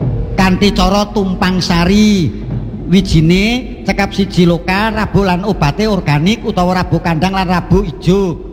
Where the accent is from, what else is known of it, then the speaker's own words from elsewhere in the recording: Purworejo, Central Java, Indonesia; Nah, aku bunga rasaku nok adoh. Aku saka Kabupaten Purworejo.